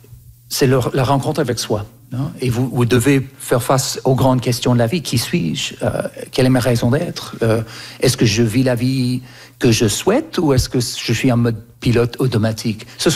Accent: Canada; now in London, United Kingdom; moi j'ai grandi au Canada

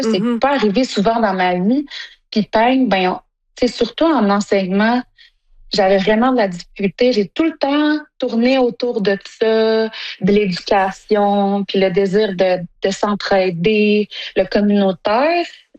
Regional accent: Quebec, Canada; ben moi, j'ai grandi aussi sur la Côte-Nord

